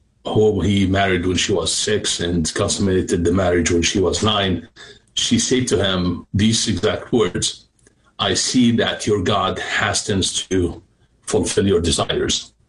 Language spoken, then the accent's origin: English; Jordan; moved away as an adult; also born or lived in Lebanon; now in United States; I'm originally from Jordan. I grew up in Jordan, converted to Christianity when I was 18 years old.